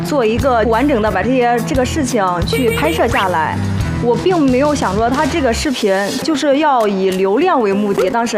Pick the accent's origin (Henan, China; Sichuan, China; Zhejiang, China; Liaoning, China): Henan, China; Qi County; 我来到这个非你莫属的舞台了，我是杞县人，我叫为我的家乡代言一波。